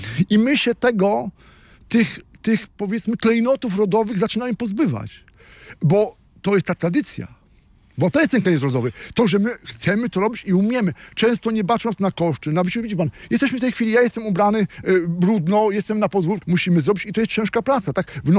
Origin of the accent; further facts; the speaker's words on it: Greater Poland Voivodeship, Poland; pochodzimy z Wielkopolski, jesteśmy rodziną.